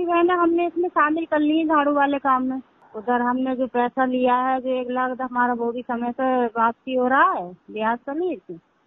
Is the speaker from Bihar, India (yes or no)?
no; Rampur district, Uttar Pradesh, India; मैं ग्राम जादोपुर की रहने वाली हूँ, पोस्ट दमोरा, जिला रामपुर।